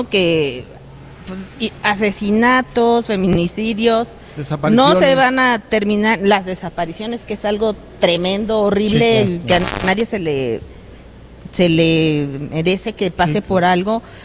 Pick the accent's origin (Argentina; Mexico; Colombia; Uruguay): Mexico